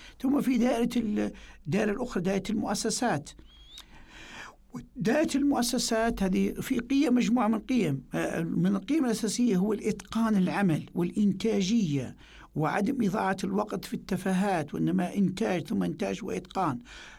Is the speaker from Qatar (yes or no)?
no; Libya; في حقوق نحن كليبيين كدولة ليبية، عندنا حقوق ما بين بيتي وبيت الجاري